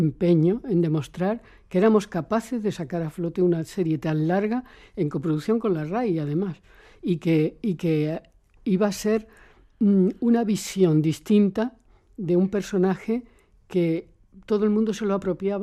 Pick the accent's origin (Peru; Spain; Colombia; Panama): Spain; Córdoba, Andalusia; Yo soy cordobesa